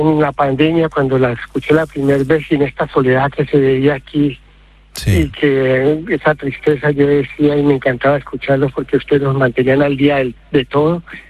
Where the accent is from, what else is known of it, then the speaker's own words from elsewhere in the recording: Colombia; now in Spain; En España llevo 30 años, sí, yo llegué aquí en el 97. Y soy colombiano